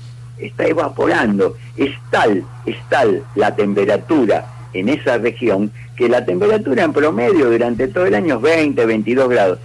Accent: Argentina; Pero es que, bueno, somos argentinos y hablamos así.

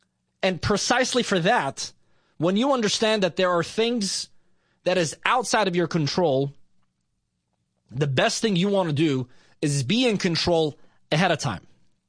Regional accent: Beirut, Beirut Governorate, Lebanon; When I was a kid growing up in Lebanon, Beirut, we were going through a civil war.

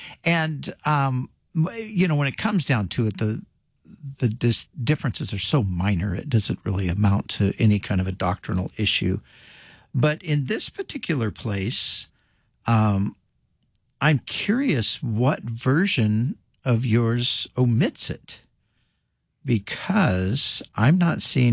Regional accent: California, United States; And I said, well, I'm from California, where we have rattlesnakes as pets, so I'm not really worried about it.

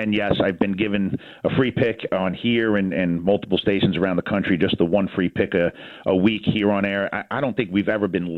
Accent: New York, United States; And before we get started, if I can, as a New Yorker

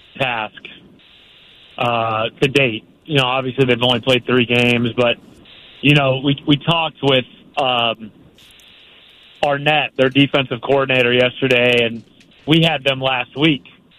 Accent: St. Louis, Missouri, United States; that's a big rivalry, of course, growing up in St. Louis

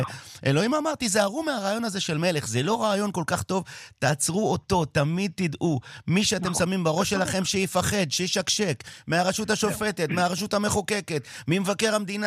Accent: United Kingdom; כן, אני מתנשא בריטי בבסיס שלי.

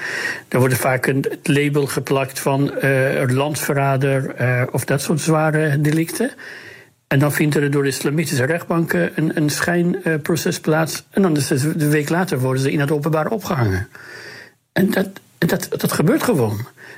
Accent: Iran; now in Netherlands; Ik bedoel, dat is niet wat een beschaafde Westen moet uitstralen in mijn vaderland.

